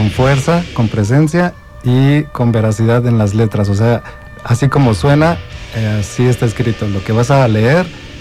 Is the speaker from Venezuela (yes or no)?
no; Mexico; somos mexicanos.